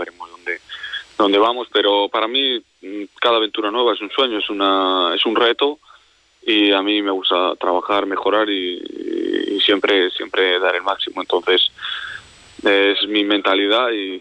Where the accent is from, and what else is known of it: Logroño, La Rioja, Spain; moved away